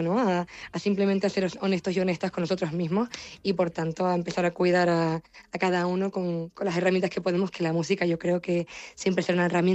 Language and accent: Spanish; Canary Islands, Spain